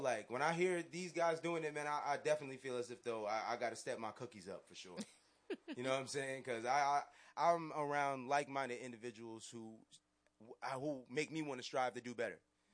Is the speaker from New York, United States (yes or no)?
yes; Mount Vernon, New York, United States; I'm from Mount Vernon